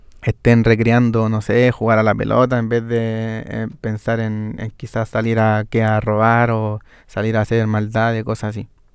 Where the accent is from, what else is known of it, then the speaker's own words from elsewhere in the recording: Cerro Navia, Santiago Metropolitan Region, Chile; Yo soy de Cerro Navia, entonces una comuna que, o cosas así, pero en sí uno como que todas esas cosas que uno vivió de chico trató de sacarla a una canción